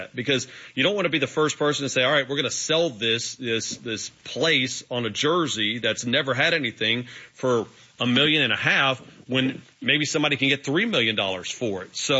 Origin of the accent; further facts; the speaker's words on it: Port Allen, Louisiana, United States; I'm born and raised in Port Allen. I've played college golf at UTSA. I wanted to walk on at LSU.